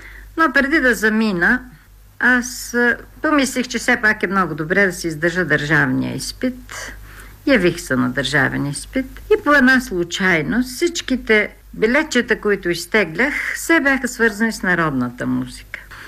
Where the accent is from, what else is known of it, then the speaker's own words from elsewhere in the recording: Berkovitsa, Montana Province, Bulgaria; also born or lived in Koprivshtitsa / Vratsa; Аз съм израсла в Берковица, в Коприщица и във Враца, градове, които на времето бяха огласени с народна песен.